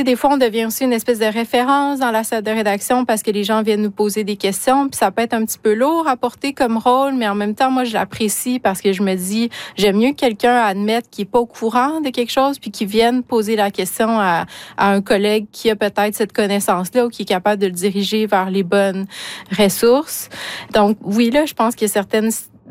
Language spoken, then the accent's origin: French; Canada; first language Inuktitut; French is a second language; Imagine, moi qui parle Inuit-Imoune, ma langue maternelle, c'est l'Inuit-Imoune, puis j'étais rendue une défendresse de la langue française.